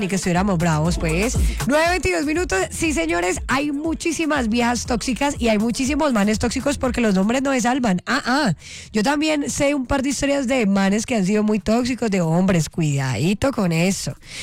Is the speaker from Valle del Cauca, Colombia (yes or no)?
yes; Cali, Valle del Cauca, Colombia; yo soy caleña